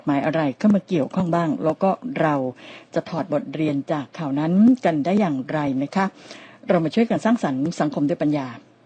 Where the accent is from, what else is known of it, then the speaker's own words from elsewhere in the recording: Bangkok, Thailand; สำหรับเราชาวกรุงเทพมหานครคนเดินดินกินข้าวแกงนี่น้อยนักที่จะไม่เคยนั่งรถเมล์